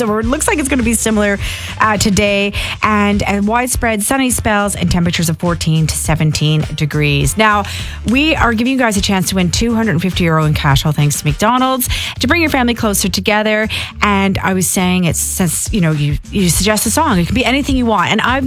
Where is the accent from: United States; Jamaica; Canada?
Canada; Growing up in Canada, it would be a little bit different what we had available to us.